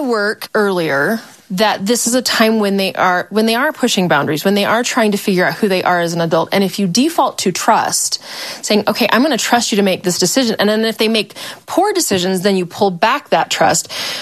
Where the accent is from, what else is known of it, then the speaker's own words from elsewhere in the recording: Utah, United States; I grew up in Utah Valley.